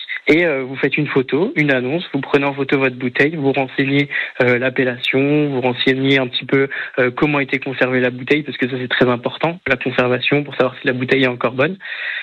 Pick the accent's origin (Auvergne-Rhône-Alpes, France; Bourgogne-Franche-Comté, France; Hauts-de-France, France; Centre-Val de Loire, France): Bourgogne-Franche-Comté, France; Sens; vu que je suis originaire de Sens, j'ai l'habitude de boire du Chablis, de l'Irancy